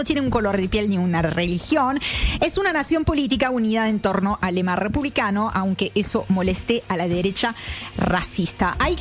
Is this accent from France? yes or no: yes; France